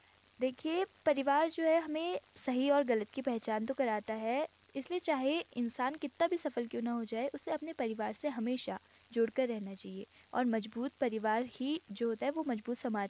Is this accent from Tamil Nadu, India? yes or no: no; Almora, Uttarakhand, India; और मैं यहीं अल्मोड़ा की रहने वाली हूँ।